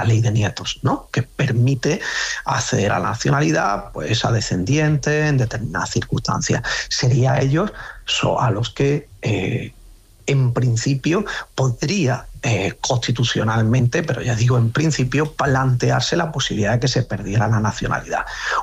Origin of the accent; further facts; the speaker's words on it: Spain; Pero serían los que somos españoles de padre o madre